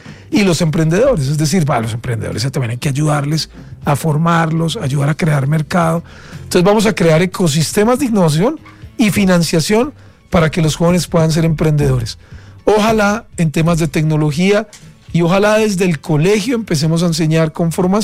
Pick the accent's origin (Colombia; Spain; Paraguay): Colombia; Riosucio, Caldas; yo no soy de Bogotá, yo soy de un pueblo que se llama Río Sucio Caldas y soy caldense, es decir, yo soy de provincia